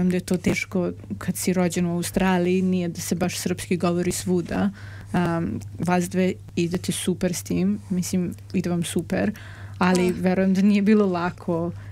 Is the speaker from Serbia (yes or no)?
yes; Serbia; born there; ja sam rođena u Srbiji, tako da znam sve te padeže i sve to, pa opet pravim greške.